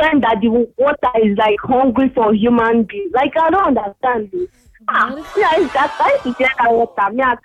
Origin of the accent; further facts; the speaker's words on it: Benue, Nigeria; I'm from Benue State, Idoma.